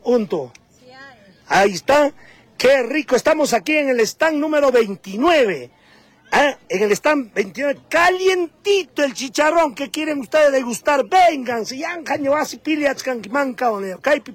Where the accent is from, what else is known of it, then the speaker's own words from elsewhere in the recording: Coracora, Ayacucho, Peru; ¿Qué le parece mi tierra, Coracora?